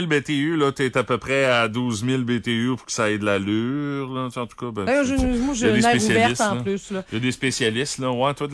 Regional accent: Rimouski, Quebec, Canada; Je restais sur le bord du fleuve, Stéphanie. J'ai grandi à Pointe-au-Père et à Rimouski-Est. C'est même des micro-climats, là, dans le secteur de Rimouski.

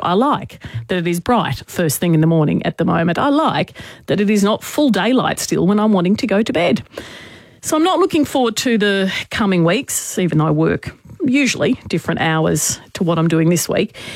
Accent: Queensland, Australia; born or raised there

